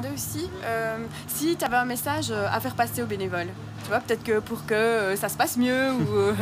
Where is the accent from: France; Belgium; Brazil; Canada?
Belgium; nous en Belgique, enfin je viens de Belgique